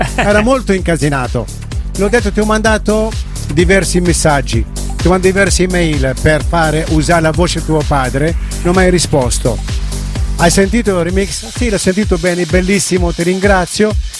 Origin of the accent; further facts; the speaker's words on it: Tunisia; Italian is a second language; now in Italy; Allora, io, quando ero in Tunisia, mio fratello faceva il DJ e io andavo con lui, capito?